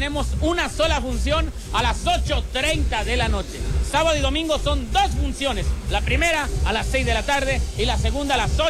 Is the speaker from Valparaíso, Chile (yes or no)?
yes; Viña del Mar, Valparaíso, Chile; yo soy de Chile, de Sudamérica, de la ciudad de Viña del Mar.